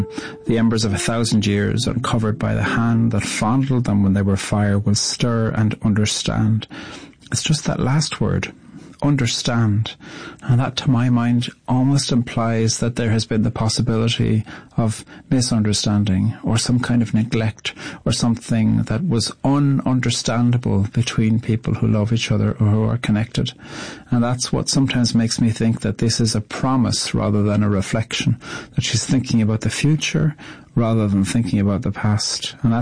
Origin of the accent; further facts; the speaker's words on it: Ireland; I'm an Irish poet.